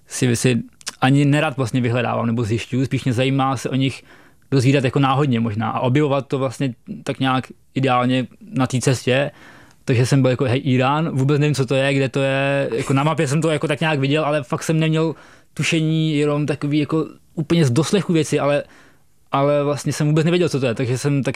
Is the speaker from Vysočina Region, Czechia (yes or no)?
yes; Chotěboř, Vysočina Region, Czechia; No a jednou dokonce v mém rodním městě, jako v Chotěboři